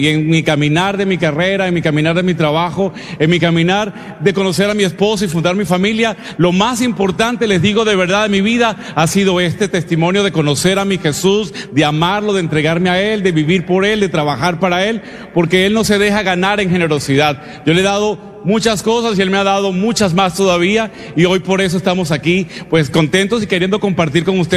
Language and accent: Spanish; Caracas, Capital District, Venezuela; Yo soy de Caracas, Venezuela. Y estoy conociendo al Señor desde que tenía muy pequeño, desde que tenía 12 años.